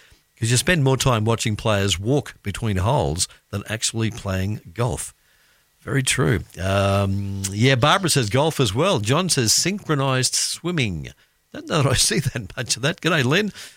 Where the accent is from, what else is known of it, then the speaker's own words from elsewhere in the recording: Queensland, Australia; also born or lived in New South Wales; yeah, I'm from Queensland. I've actually spent more of my life in New South Wales than I did Queensland.